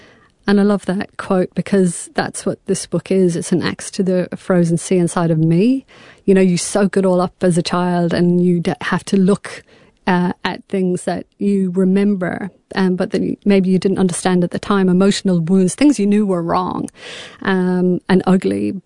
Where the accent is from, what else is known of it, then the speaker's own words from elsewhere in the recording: Ireland; But actually, growing up in Southern Ireland, it was a very funny place and lots of funny things happened